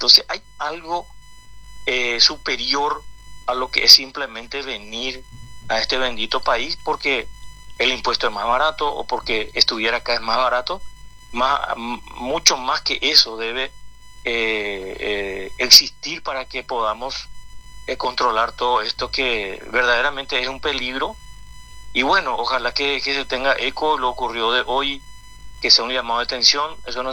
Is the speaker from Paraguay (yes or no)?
yes; Paraguay; todos somos paraguayos